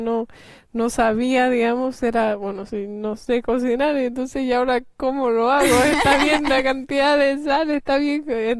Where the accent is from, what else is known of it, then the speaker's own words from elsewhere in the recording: La Paz, Bolivia; yo nací en La Paz, Bolivia, y ahí hace mucho frío